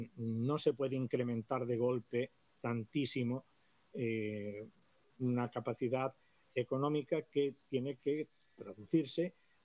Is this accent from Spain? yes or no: yes; Spain; Pues hombre, antes soy militar, pero soy español y tengo que prever primero los intereses de España